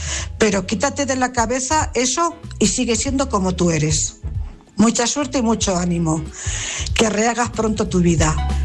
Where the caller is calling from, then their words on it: Cuenca, Castilla-La Mancha, Spain; corresponsal de Cuenca.